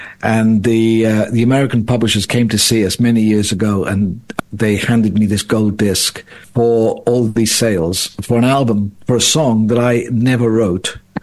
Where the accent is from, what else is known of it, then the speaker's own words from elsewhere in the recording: Llantrisant, Wales, United Kingdom; I grew up in South Wales in a little town called Llantrisant, which is just north of Cardiff.